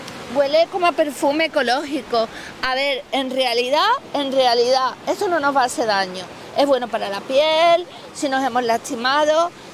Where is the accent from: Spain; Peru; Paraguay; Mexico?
Spain; Seville, Andalusia; Y aunque nosotras vengamos de Sevilla, ¿verdad? Adoramos Cádiz, ¿a que sí?